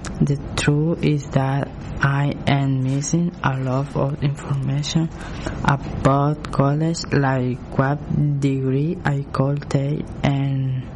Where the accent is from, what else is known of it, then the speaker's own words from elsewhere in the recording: El Salvador; soy de El Salvador, tengo 17 años.